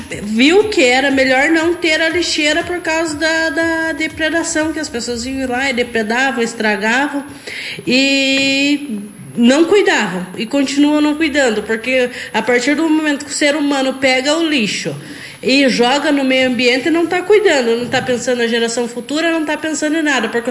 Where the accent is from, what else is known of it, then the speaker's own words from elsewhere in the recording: Bituruna, Paraná, Brazil; now in Mallet, Brazil; Eu venho de Bituruna lá não tinha rota no interior, não tinha coleta no interior. Eu me criei no interior